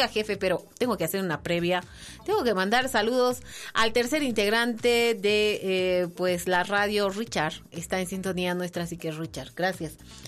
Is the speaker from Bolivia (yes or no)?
yes; Bolivia; todos somos hermanos bolivianos. Hemos nacido en una patria tan linda.